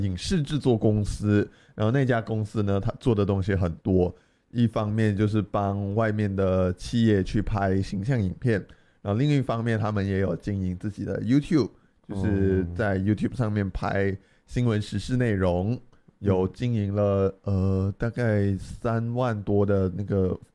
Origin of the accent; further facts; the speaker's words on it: Malaysia; accent: Malaysian; now in Taiwan; 我们来自马来西亚，然后又生活在台湾